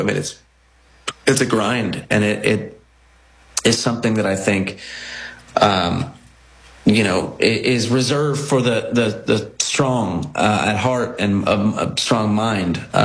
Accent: New Jersey, United States; Well, as I mentioned, we grew up in Jersey and, you know, been lifelong Giants fans.

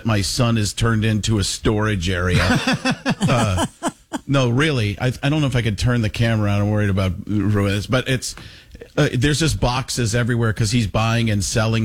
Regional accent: Waukesha, Wisconsin, United States; born or raised there

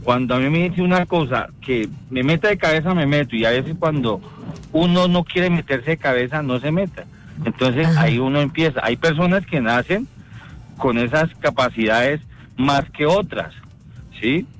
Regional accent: Bogotá, Colombia; Sí, yo soy de aquí de Bogotá.

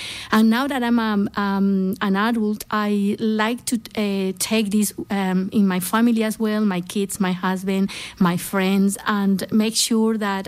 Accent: Santa Cruz, Bolivia; now in Australia; I'm from Santa Cruz, Bolivia, very far from Australia.

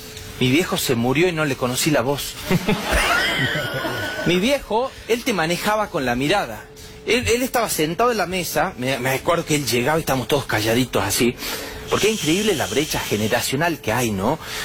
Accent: Famaillá, Tucumán, Argentina; moved away; en mi pueblo, allá en Famaillá, Tucumán, Argentina, yo soy del interior, del interior, del interior. Soy el inferior del país, me siento

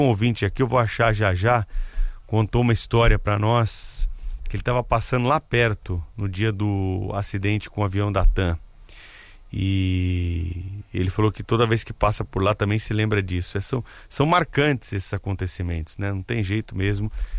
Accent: Juquitiba, São Paulo, Brazil; now in Bela Vista, Brazil; sou de Juquitiba, mas estou em Bela Vista, Mato Grosso do Sul, divisa com o Paraguai

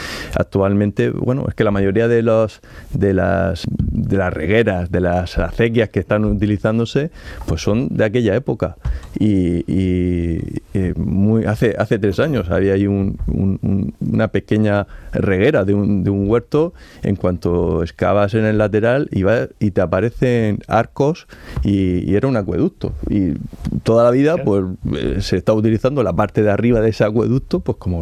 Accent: Monteagudo, Spain; y yo soy de allí, de Monteagudo, uh-huh. soy del pueblecito de La Cueva

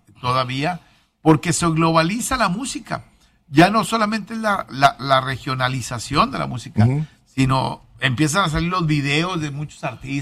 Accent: Reynosa, Tamaulipas, Mexico; now in Monterrey, Mexico; Que a mí me llamaba mucho la atención cuando vinimos a la ciudad de Monterrey. Porque en Reynosa tú caminabas descalzo para todos lados.

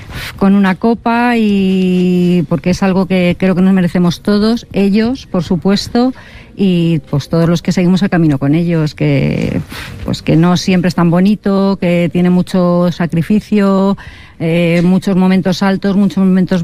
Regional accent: Oviedo, Asturias, Spain; No, yo soy de Oviedo.

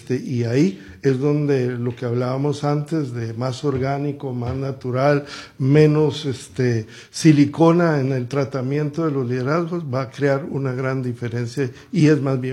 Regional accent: Costa Rica

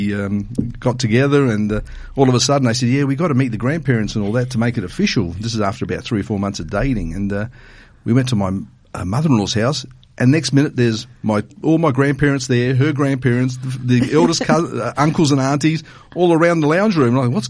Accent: Port Pirie, South Australia, Australia; also born or lived in Adelaide; And, we grew up in Port Pirie when I was five when I came to Adelaide, but visited Port Pirie on a frequent basis. My parents had a business here.

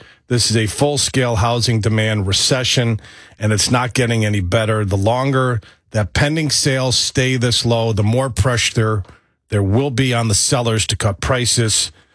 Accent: New York, United States; born there; moved away; I was born in New York

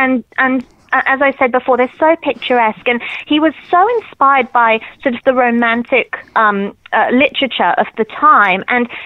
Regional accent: Chichester, South East England, United Kingdom; my hometown of Chichester in the UK

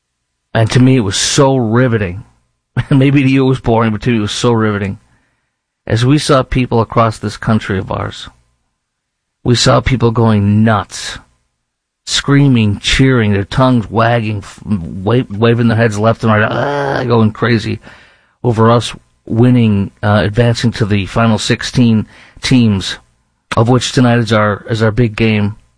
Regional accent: Chicago, Illinois, United States; now in Dallas, United States; where I'm sitting in Dallas, Fort Worth. I'm born and raised in Chicago

